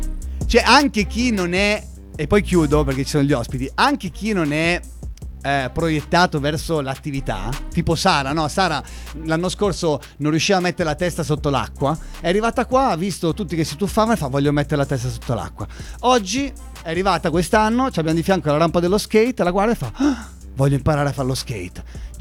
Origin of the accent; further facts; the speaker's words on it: Senigallia, Marche, Italy; siamo da Senigallia